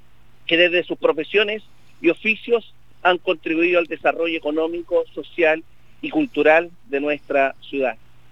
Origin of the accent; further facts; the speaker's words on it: Linares, Maule, Chile; Por eso hemos dicho que para los linarenses la patria comienza en Linares, porque somos chilenos con nuestras costumbres y tradiciones